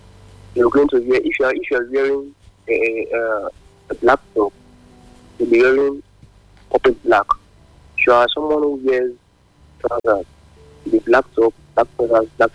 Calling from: Benin; I'm calling from Benin.

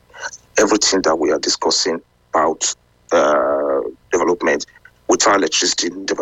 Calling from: United Kingdom; I'm calling from United Kingdom.

